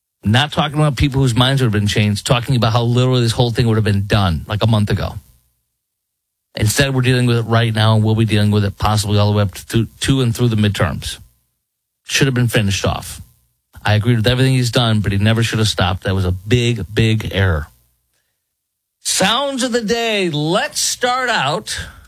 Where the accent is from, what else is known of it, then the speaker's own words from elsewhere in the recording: Chicago, Illinois, United States; Let's go to Chicago, my hometown.